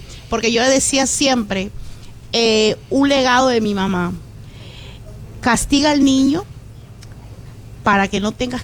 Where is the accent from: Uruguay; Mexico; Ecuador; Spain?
Ecuador; moved away as an adult; now in United States; Yo fui maestra en mi país 20 años, okay, en un colegio de mucho prestigio en Ecuador.